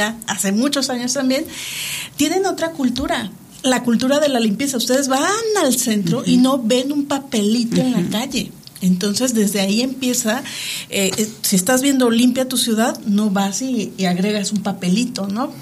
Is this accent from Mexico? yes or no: yes; Querétaro, Mexico; Te comento, sí, yo vengo de Querétaro y me estás sí, hablando de lo que yo sé.